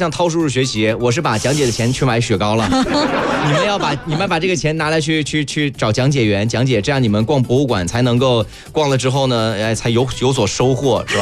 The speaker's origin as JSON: {"language": "Chinese", "region": "Liaoning", "country": "China", "tie": "born or raised there", "said": "因为本身就是土生土长辽宁人嘛"}